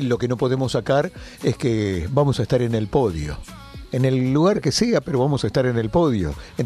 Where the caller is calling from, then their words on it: Argentina